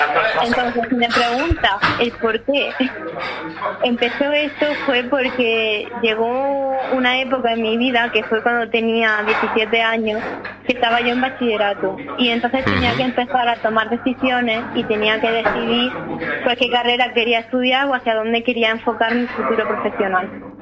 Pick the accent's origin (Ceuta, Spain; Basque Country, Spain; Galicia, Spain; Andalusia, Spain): Andalusia, Spain; Cantoria; de un pueblo de Cantoria.